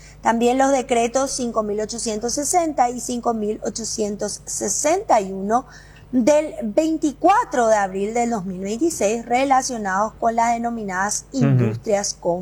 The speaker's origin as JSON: {"language": "Spanish", "country": "Paraguay", "said": "Yo soy paraguaya"}